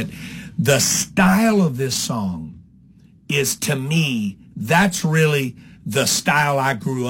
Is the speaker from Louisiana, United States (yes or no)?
yes; Louisiana, United States; I grew up in South Louisiana.